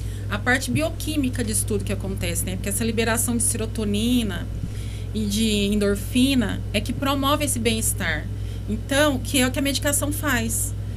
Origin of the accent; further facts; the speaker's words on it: Uberlândia, Minas Gerais, Brazil; moved away; quando eu me mudei para cá, porque eu não sou daqui, eu sou de Uberlândia.